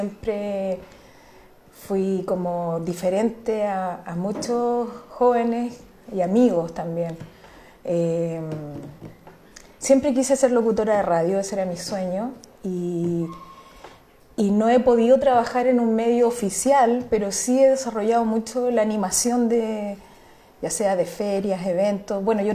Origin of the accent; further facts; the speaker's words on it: Santiago, Santiago Metropolitan Region, Chile; tengo muy buenos recuerdos de mi infancia, de mi niñez allá en Santiago, lo pasé muy bien, disfruté a concho mi niñez